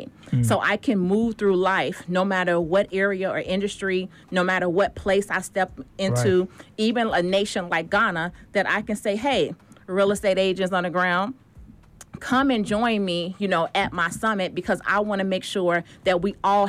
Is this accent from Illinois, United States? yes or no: yes; Chicago, Illinois, United States; even though I hail from Chicago and I'm going global